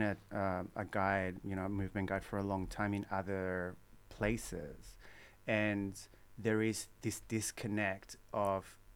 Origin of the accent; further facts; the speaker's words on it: Chile; moved away; I'm from Chile.